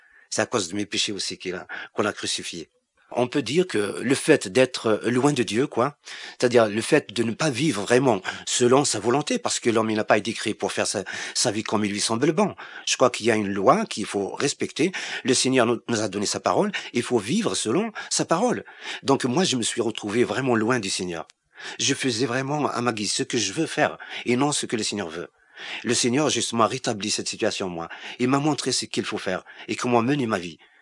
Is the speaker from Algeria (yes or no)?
yes; Algeria; now in France; Quand je suis parti en France, d'Algérie, c'est pour fuir un petit peu toutes ces questions de religion.